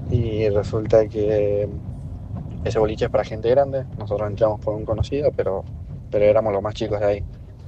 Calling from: Las Heras, Argentina; Nosotros somos de Las Heras

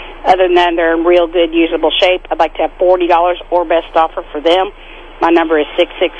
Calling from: Marshall, Missouri, United States; I'm calling from Marshall.

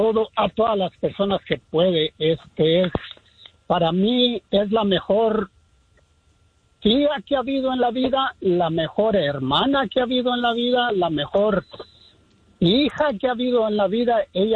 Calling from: Zacatecas, Mexico; yo soy Huichol de Zacatecas.

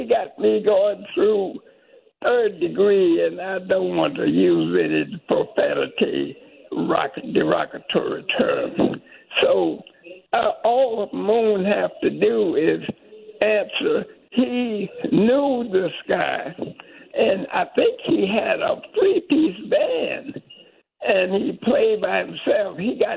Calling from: Washington, District of Columbia, United States; I'm calling from Washington, D.C.

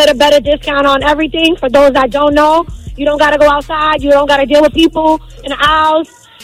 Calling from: Newark, New Jersey, United States; I'm calling from Newark, New Jersey.

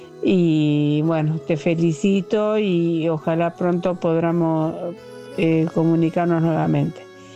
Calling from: Concepción del Uruguay, Entre Ríos, Argentina; Soy de Concepción del Uruguay, Entre Ríos.

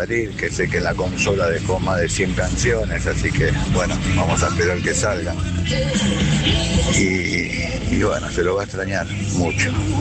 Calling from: Merlo, Buenos Aires Province, Argentina; de Merlo.

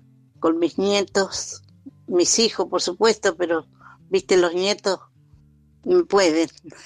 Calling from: Pergamino, Buenos Aires Province, Argentina; de Pergamino. Llamo para saludarte y el otro día cuando hablamos me olvidé decirte que tengo un hermano en Necochea.

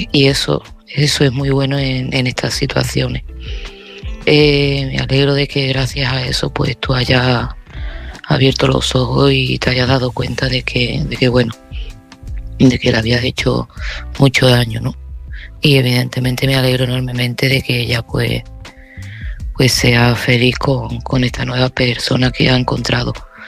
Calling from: Seville, Andalusia, Spain; de Sevilla

